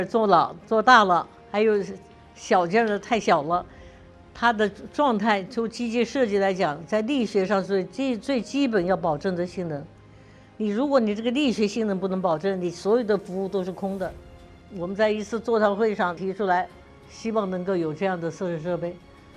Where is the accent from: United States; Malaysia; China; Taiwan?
China; 我们中国人一点不比外国人差